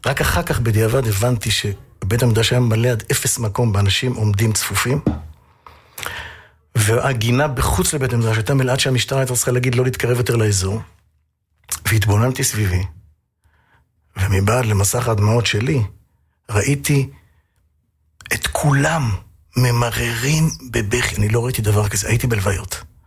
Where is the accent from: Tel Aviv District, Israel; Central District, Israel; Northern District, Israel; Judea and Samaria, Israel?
Tel Aviv District, Israel; Ramat Gan; moved away as an adult; now in Tel Aviv, Israel; אני גדלתי ברמת גן, למדתי בבית ספר בליך, בית חילוני